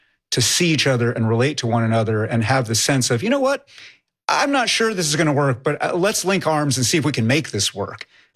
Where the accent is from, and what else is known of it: New York, United States; born or raised there; also born or lived in Poughkeepsie